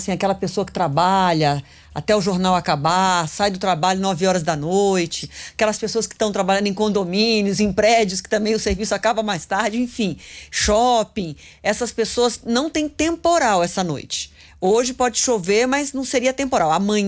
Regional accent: Itabirito, Minas Gerais, Brazil; eu sou de Itabirito ali pertinho, eu falei, passa ali! Na minha cidade, ou na região de Ouro Preto mesmo, come um pastel de angu.

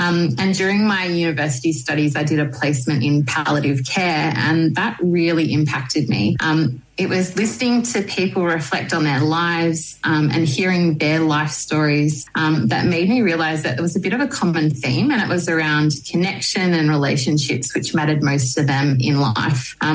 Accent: Sutherland Shire, New South Wales, Australia; growing up in the Sutherland Shire

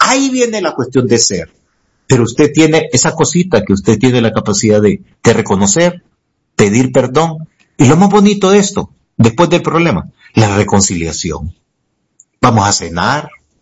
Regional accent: Honduras; moved away; Nosotros somos la cenicienta de Centroamérica.

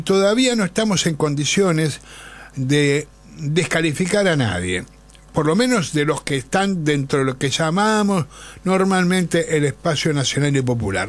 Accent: Buenos Aires, Argentina; Oh, Montserrat, mi barrio

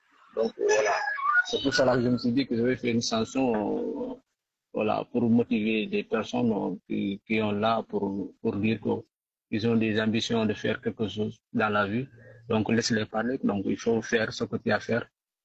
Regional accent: Ziguinchor, Senegal; Parce que moi, je suis monsieur de Ziguinchor, comment dire, dans la commune d'Aliane. Je suis un villageois, quoi.

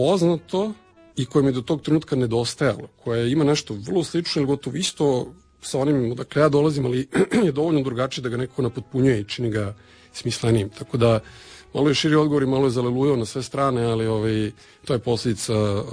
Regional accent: Novi Sad, Vojvodina, Serbia; born there; iako jesam rođen u Srbiji, neko koji pripadam, kao i sam rođen u Novom Sadu zapravo

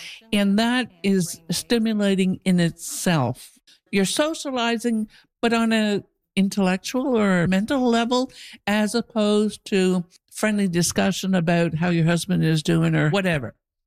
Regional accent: Quebec, Canada; I'm originally from Quebec.

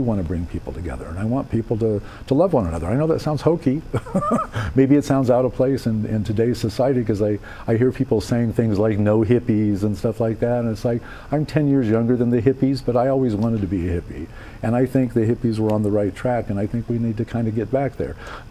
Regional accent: El Paso, Texas, United States; also born or lived in Silver City, New Mexico / Denver / Los Angeles; now in Las Cruces, United States; I'm from El Paso, right down the road, originally.

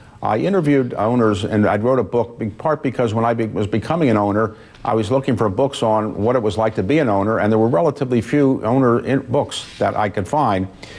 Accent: Baltimore, Maryland, United States; the Baltimore Orioles, my hometown baseball team.

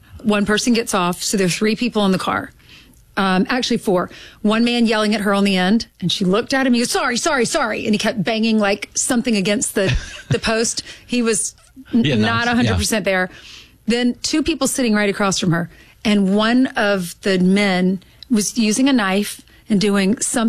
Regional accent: South Carolina, United States; You know, I grew up in South Carolina, wanted to be in New York so badly.

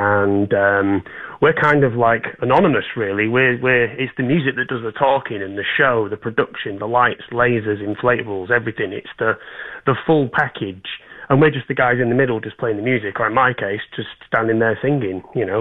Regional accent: Manchester, North West England, United Kingdom; I'm from Manchester in the UK, which is in the north

